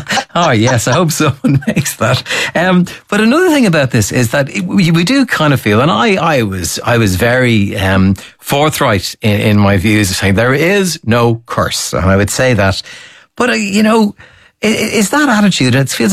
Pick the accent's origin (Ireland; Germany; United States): Ireland; And that's something that really is very ingrained in us as Irish people, isn't it?